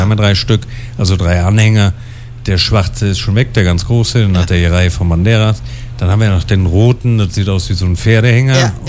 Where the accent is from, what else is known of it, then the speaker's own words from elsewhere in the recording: Germany; Weil die Kassen sind die Kassen. Da sind wir Deutsche, glaube ich.